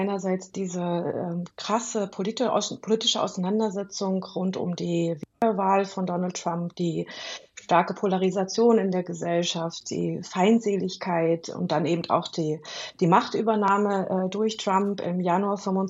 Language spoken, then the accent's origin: German; Germany; als Deutsche und deutsche Historikerin